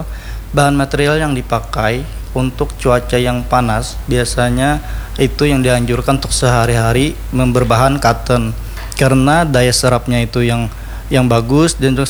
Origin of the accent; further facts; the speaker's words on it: South Kalimantan, Indonesia; kita orang Banjar tuh pengamihan.